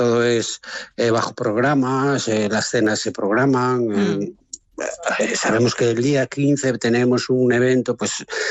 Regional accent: Galicia, Spain; now in Estonia; yo soy gallego

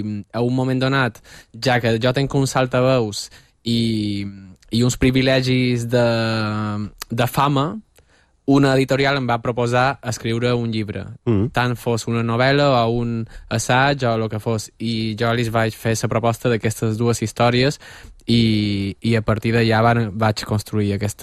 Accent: Balearic Islands, Spain; accent: Majorcan; ja som mallorquí i el meu català ara s'està filtrant perquè m'entengueu.

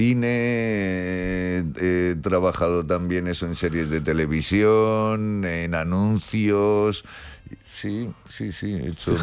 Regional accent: Madrid, Community of Madrid, Spain; Porque yo soy madrileño, vivo aquí en Madrid y estoy todo el año trabajando muchísimo por todas partes

